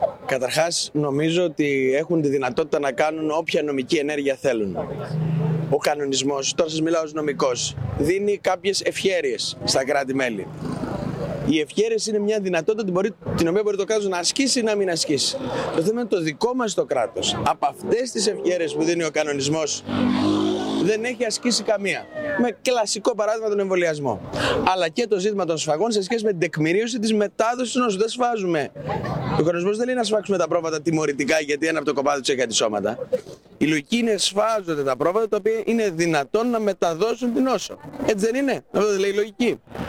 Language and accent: Greek; Lesbos, North Aegean, Greece; ως λέσβιος